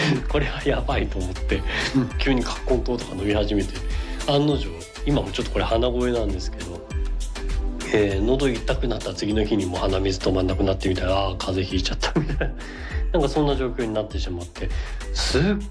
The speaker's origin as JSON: {"language": "Japanese", "region": "Hokkaido", "country": "Japan", "said": "ちょっと今回この北海道民なのでそういうことはもうすっかり分かってるつもりでもいるんですけど"}